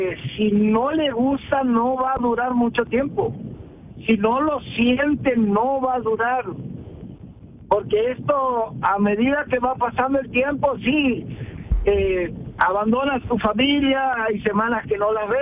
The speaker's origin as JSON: {"language": "Spanish", "country": "Argentina", "lives_now": "Málaga, Spain", "said": "Yo soy argentino, soy."}